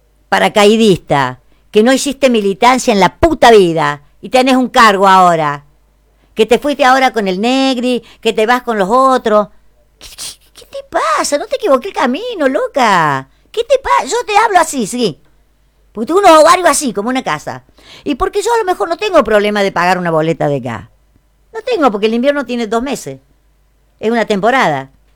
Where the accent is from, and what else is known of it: San Luis, Argentina